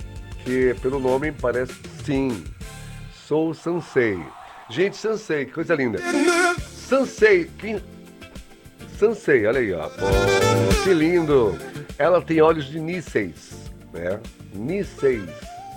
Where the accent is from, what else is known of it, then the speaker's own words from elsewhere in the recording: Salvador, Bahia, Brazil; Eu sou de Salvador, Bahia, Brasil, viu?